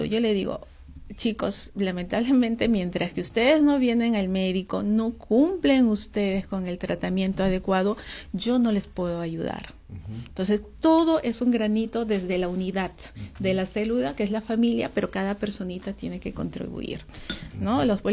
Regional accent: Peru; yo también como peruana.

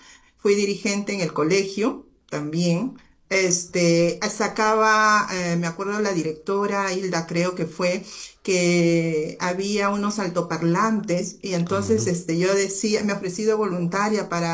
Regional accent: Villa El Salvador, Lima, Peru; Claro, vivo en Villa El Salvador. Mis papás llegaron en sus inicios a Villa El Salvador, se asentaron en el tercer sector de Villa El Salvador.

